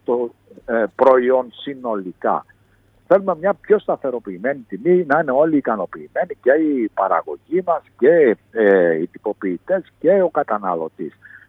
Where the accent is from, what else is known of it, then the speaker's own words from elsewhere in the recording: Greece; σαν Έλληνες παραγωγοί και Ευρωπαίοι